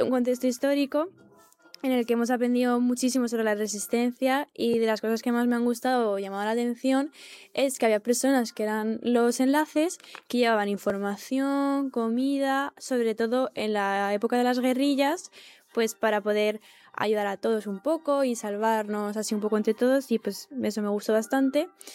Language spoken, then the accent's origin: Spanish; Alicante, Valencian Community, Spain; tengo 16 años y vengo de Alicante